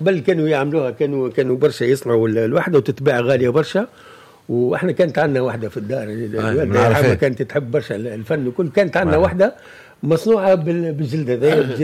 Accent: Mahdia Governorate, Tunisia; احنا شولا عندنا في الساحل في المهدية راتشولا، ولا تشولا زاد يقولوا راتشولا

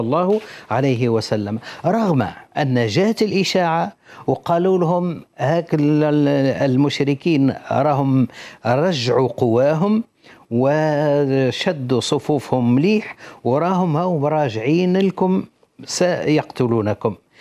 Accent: Tunisia; accent: Tunisian; كما نقولوا احنا باللهجة التونسية

